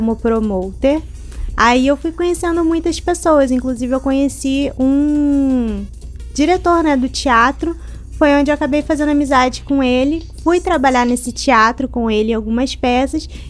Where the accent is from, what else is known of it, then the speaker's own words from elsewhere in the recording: São Pedro da Aldeia, Rio de Janeiro, Brazil; born there; also born or lived in São Paulo; É, nasci em São Pedro, em Araruama.